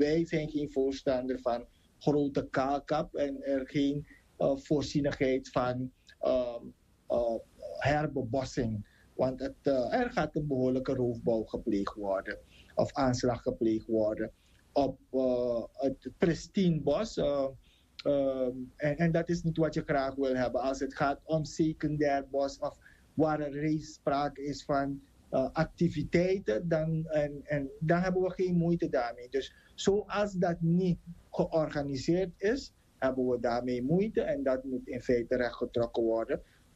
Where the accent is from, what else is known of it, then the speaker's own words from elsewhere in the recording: Suriname; zoals we dat als Surinamers graag willen